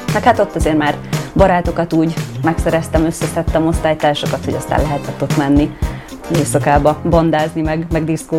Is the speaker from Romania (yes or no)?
no; Maroslele, Csongrád-Csanád, Hungary; Makó, Hódmezővásárhely és Szeged háromszögében van nagyjából, tehát azért városok is voltak ott körülöttünk